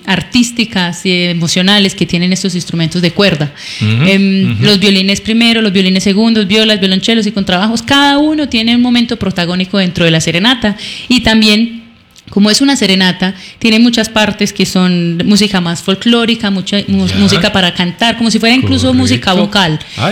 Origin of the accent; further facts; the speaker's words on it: Medellín, Antioquia, Colombia; Yo soy colombiana.